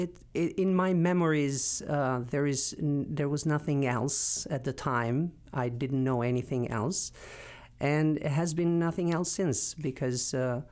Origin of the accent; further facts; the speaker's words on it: Tirana, Tirana County, Albania; also born or lived in New Jersey; now in Vermont, United States; I was born in Tirana. Albania at the time was a communist country.